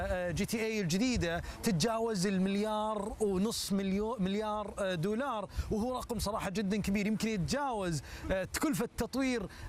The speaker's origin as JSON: {"language": "Arabic", "town": "Riyadh", "region": "Riyadh Province", "country": "Saudi Arabia", "said": "عندنا في الرياض"}